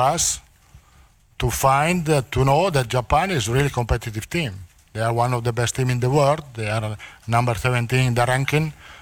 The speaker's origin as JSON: {"language": "Portuguese", "country": "Italy", "second_language": "Portuguese"}